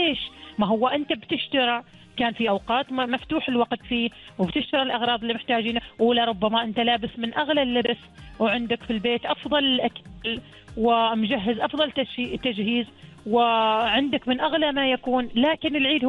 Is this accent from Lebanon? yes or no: no; Oman; إحنا كمجتمع عماني